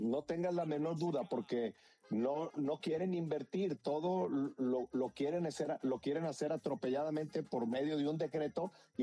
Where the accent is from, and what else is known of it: Mexico